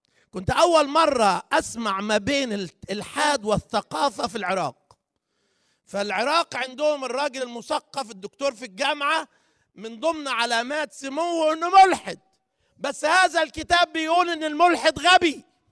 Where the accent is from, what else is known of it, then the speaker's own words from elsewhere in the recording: Upper Egypt, Egypt; now in Netherlands; انا اخوكم صعيدي